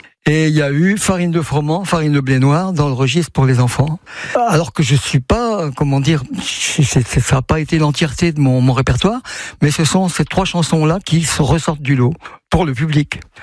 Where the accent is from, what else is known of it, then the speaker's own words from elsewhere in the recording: Brittany, France; J'ai dit, mais moi je suis breton, les tempêtes ça me fait pas peur.